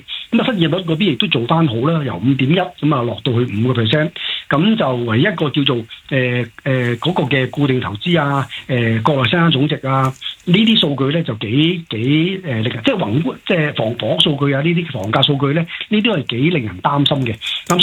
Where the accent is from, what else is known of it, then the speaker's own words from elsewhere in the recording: Hong Kong; 我哋香港人北上消費都依然都好踴躍嘅，